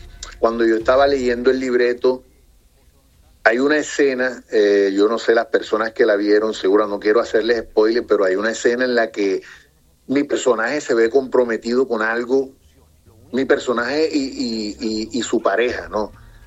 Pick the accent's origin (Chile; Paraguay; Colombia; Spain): Colombia; Córdoba; siempre muy orgulloso de representar a mi tierra, de estar recorriendo nuevos caminos siempre en la actuación, creciendo y de llevar la batuta de no solo el departamento de Córdoba, sino de la región Caribe en general.